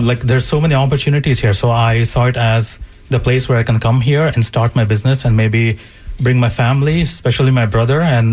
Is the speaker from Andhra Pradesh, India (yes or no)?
yes; Vijayawada, Andhra Pradesh, India; now in Brockton, United States; So I grew up in India, Vijayawada, and I went to school over there growing up.